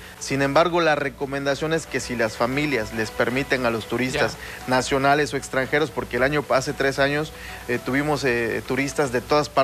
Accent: Mexico; es algo que nos marca una identidad como mexicanos

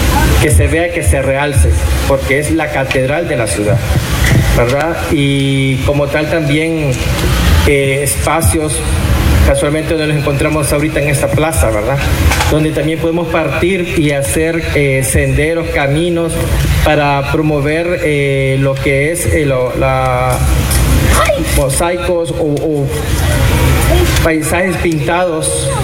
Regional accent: Tegucigalpa, Francisco Morazán, Honduras; moved away as an adult; now in Juticalpa, Honduras; Yo no soy juticalpense, soy capitalino. Sin embargo, tengo ya 10 años de vivir acá

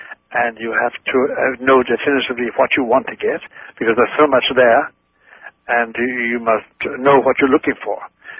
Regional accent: Ireland; first language Irish Gaelic; English is a second language; My Gaelic language, my native tongue Gaelic

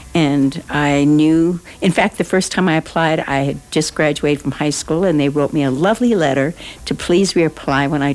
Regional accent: Wisconsin, United States; Yes, I came from Wisconsin.

